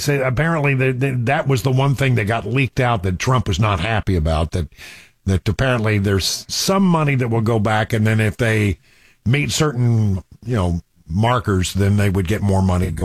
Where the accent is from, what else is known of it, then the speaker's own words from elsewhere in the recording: Odessa, Texas, United States; moved away; my old hometown of Odessa, Midland. I'm from Odessa